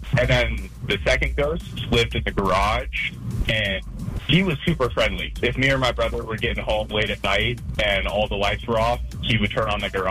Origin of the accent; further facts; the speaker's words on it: Colorado, United States; I grew up in Colorado in my just kind of household home.